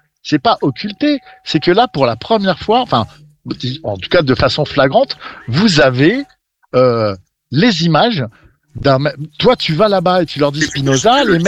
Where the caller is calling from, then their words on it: Fontainebleau, Île-de-France, France; Non, moi, je suis à Fontainebleau.